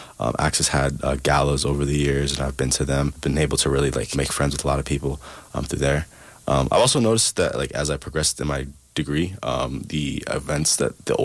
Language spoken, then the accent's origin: English; Ghana; now in Calgary, Canada; Ghanaian students are getting together, starting their own club, which I'm very happy about as a Ghanaian.